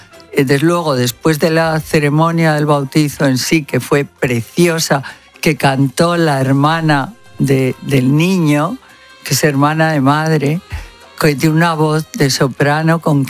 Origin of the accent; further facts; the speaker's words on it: Spain; cómo no lo voy a ver si soy española a muerte